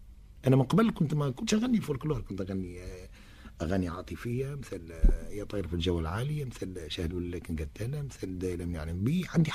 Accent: Sfax, Sfax Governorate, Tunisia; نعم، يعني قعدت أنا شركي لأني كافي لأني صفاقسي. ترعرعت في صفاقس وتربيت في صفاقس، قعدت نمشي باستمرار على الكاف وصفاقس.

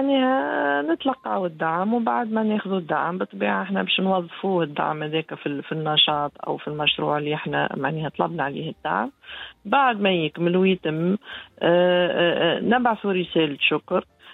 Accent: Tunisia; شوف تونس نقول لهم أنا راهو تونسي حنين وكريم

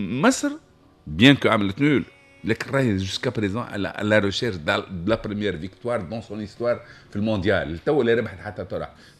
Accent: Tunisia; انا كتونسي

